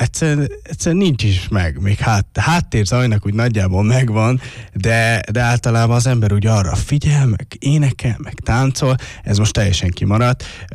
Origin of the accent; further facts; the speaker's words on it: Paks, Tolna, Hungary; paksiak vagyunk, mindenki ismer mindenkit